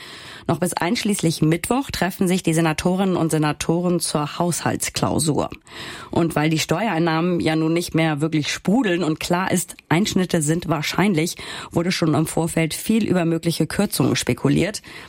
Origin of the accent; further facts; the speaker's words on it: Hamburg, Germany; ich als Hamburgerin